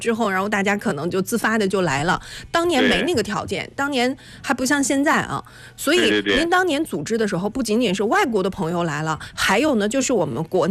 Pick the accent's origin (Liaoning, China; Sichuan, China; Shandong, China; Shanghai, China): Shandong, China; Qufu; 以咱们的老家曲阜为原点